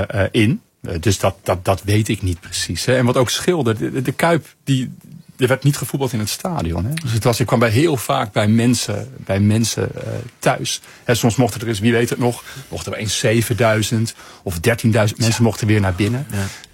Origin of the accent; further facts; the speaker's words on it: Alkmaar, North Holland, Netherlands; Ik ben opgegroeid in Alkmaar